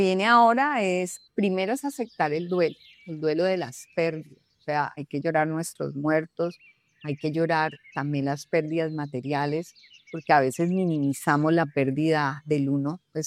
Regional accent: Colombia; nosotros, digamos como colombianos, como pueblo que somos, también tenemos una capacidad de resiliencia muy grande.

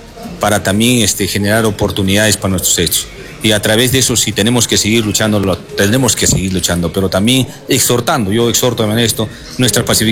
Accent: Arequipa, Peru; Estamos reclamando un justo derecho como arequipeños.

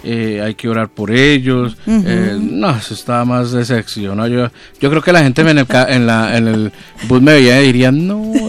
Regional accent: Colombia; soy colombiano

